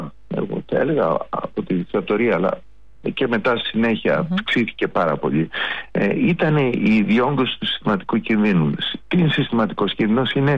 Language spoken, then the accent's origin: Greek; Greece; Δεν έχουμε συνηθίσει ως Έλληνες